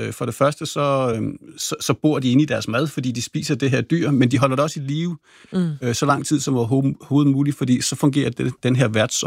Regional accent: Rødvig, Zealand, Denmark; jeg voksede op nede i Rødevi, hvor jeg lå og sejlede rundt i min optimistjolle og på min windsurfer

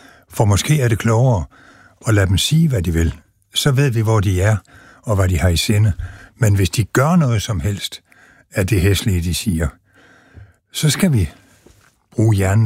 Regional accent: Region of Southern Denmark, Denmark; i Sønderjylland, der hvor jeg stammer fra.

